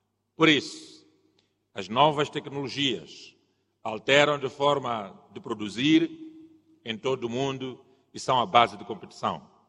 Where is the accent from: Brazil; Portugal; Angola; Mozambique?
Mozambique; Nós, como moçambicanos